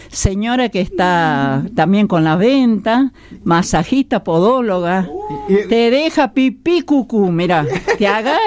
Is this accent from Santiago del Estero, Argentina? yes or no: yes; Pinto, Santiago del Estero, Argentina; moved away; No, yo soy de Pinto.